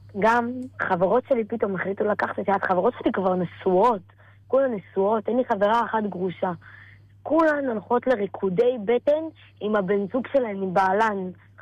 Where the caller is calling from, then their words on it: Petah Tikva, Central District, Israel; אני מפתח תקווה.